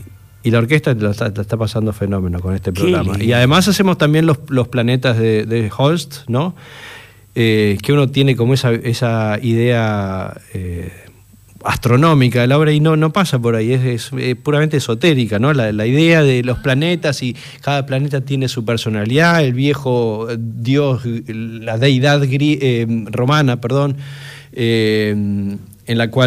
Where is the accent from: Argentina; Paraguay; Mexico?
Argentina; Los argentinos somos personas que claramente tenemos una idea muy fuerte sobre nosotros mismos.